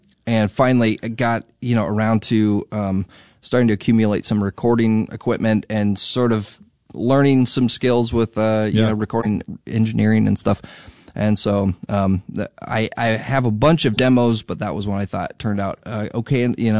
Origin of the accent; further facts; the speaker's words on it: Indiana, United States; A friend of mine from my hometown in Indiana